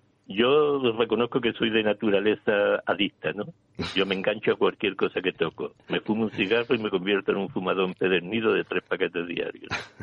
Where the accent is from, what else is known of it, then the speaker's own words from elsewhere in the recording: Paradas, Andalusia, Spain; moved away; also born or lived in Seville; sobre Parada, sobre mi pueblo.